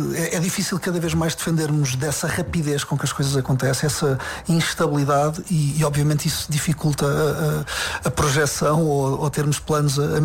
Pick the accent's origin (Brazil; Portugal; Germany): Portugal; cada um de nós, como portugueses, como autores